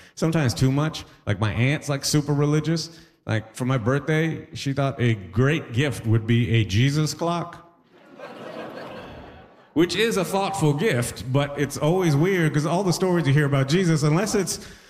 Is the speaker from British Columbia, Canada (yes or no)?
no; Toronto, Ontario, Canada; also born or lived in Trinidad and Tobago; I grew up in Toronto, so I'm a Trini raised in captivity.